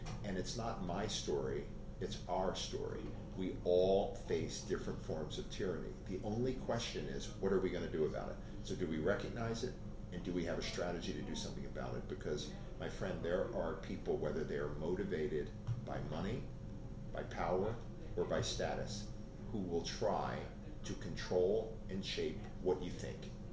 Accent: New Jersey, United States; born there; also born or lived in Philadelphia, Pennsylvania; Yeah, so we grew up originally in Philadelphia and then grew up in South Jersey. And at the time, back in the day, we struggled a little bit because we integrated a neighborhood. And so we went from an all-black community in Philadelphia to an all-white community

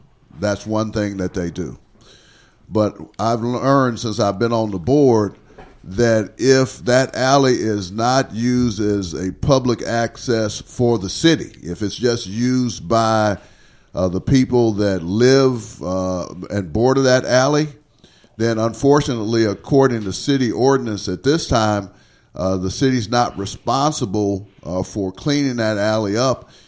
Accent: Riceville, Arkansas, United States; now in Little Rock, United States; I'm from Riceville, and when I was young, the Economic Opportunity Agency, EOA, had a summer youth program that employed youth like me when I was 14, 15 years old

